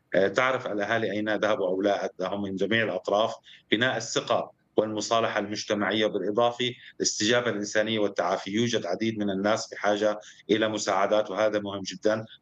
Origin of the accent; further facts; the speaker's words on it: Syria; جميعا كسوريين